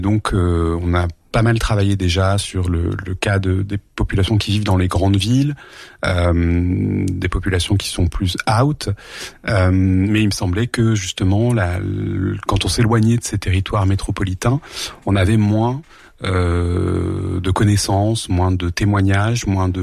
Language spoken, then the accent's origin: French; Portes-lès-Valence, Auvergne-Rhône-Alpes, France; moved away as an adult; Alors moi, je suis né à Valence et j'ai grandi à Porte-les-Valence. Plutôt dans la plaine de Valence, on va dire. C'était plutôt ça l'endroit dans lequel j'ai vécu jusqu'à mes 18 ans avant de quitter la région pour faire mes études.